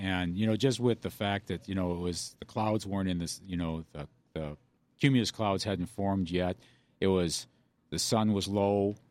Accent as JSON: {"language": "English", "town": "Madison", "region": "Wisconsin", "country": "United States", "said": "I'm from Madison, Wisconsin, or just south of there."}